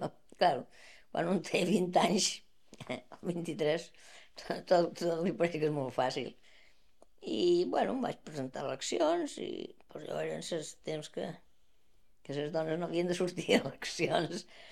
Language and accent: Catalan; Balearic Islands, Spain; born there